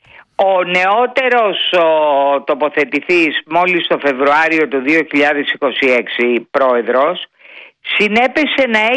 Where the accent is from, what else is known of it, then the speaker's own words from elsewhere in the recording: Athens, Attica, Greece; εγώ μεγάλωσα και στο Ζάπιο.